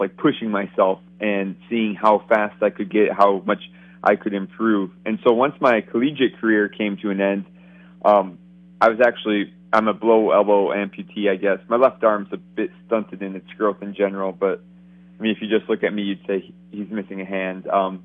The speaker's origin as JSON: {"language": "English", "region": "Michigan", "country": "United States", "tie": "born or raised there", "said": "Well, so I grew up in Michigan, and as a kid, if you asked me what I wanted to be when I grew up, it would be a professional athlete."}